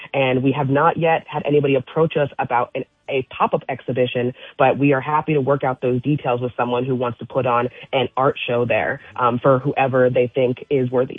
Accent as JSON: {"language": "English", "town": "Poughkeepsie", "region": "New York", "country": "United States", "tie": "born or raised there", "said": "I've been here for the last 3 years, but I grew up on Hooker Avenue right here in Poughkeepsie as a child. So I have strong, strong ties to this community"}